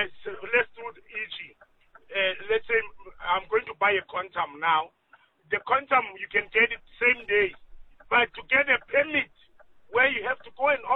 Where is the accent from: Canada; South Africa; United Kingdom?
South Africa; So as a South African, other South Africans, they won't support me because I'm talking about the square meters.